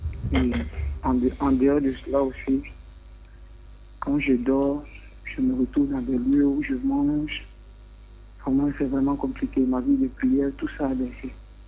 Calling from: Abidjan, Côte d’Ivoire; J'appelle depuis Port-Boué.

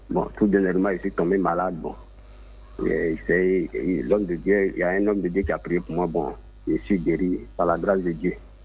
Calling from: Abidjan, Côte d’Ivoire; Je vis à Yopougon, Yesco.

